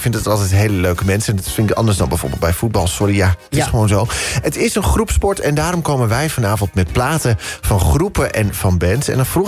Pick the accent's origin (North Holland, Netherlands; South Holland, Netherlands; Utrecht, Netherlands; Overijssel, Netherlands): North Holland, Netherlands; Den Helder; Nou, ik kom natuurlijk uit Den Helder.